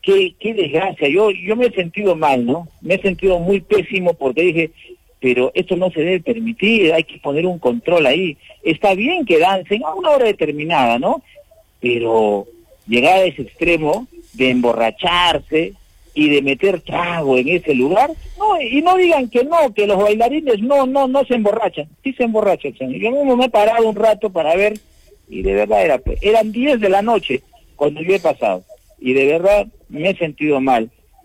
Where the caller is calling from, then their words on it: Arequipa, Peru; nosotros somos arequipeños, pues, nosotros somos de acá, de Arequipa.